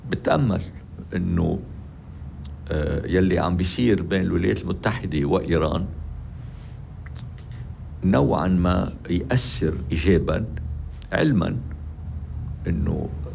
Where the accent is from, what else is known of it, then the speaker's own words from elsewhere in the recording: Lebanon; نحن كلبنانيين وكجمهورية لبنانية